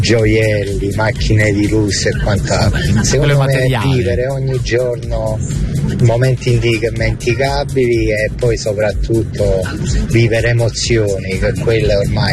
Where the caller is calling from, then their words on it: Rome, Lazio, Italy